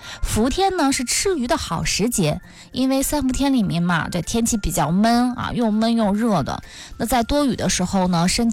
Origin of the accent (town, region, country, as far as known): Northeast China, China